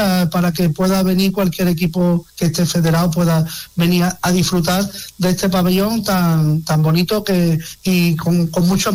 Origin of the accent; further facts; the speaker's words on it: Algar, Spain; Por supuesto, yo te voy a decir de mi pueblo, ¿no?